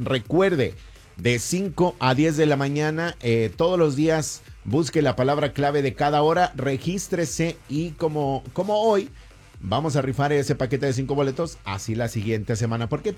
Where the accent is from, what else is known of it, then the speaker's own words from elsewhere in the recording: Germany; Allá de donde soy también, en Alemania también.